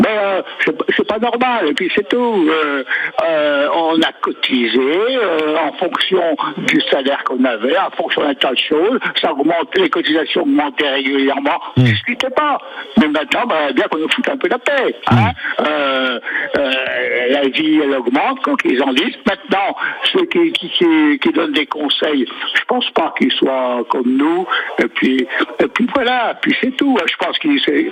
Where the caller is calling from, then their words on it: Bligny-lès-Beaune, Bourgogne-Franche-Comté, France; Je suis à Bligny-les-Baunes.